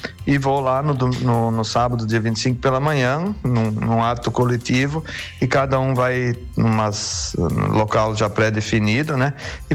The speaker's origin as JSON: {"language": "Portuguese", "town": "Arabutã", "region": "Santa Catarina", "country": "Brazil", "said": "Depois pertencemos à Concórdia, agora somos município da Arabutã."}